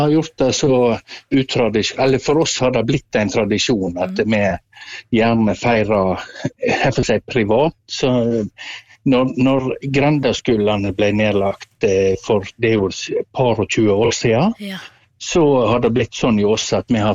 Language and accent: Norwegian; Osterøy, Vestland, Norway; Du, jeg befinner meg på Osterøy. Jeg er født opp og vokst og bor på Osterøy.